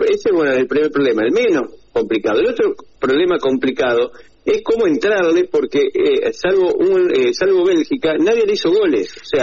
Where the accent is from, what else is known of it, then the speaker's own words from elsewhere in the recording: Argentina; quiero ganarlo como argentino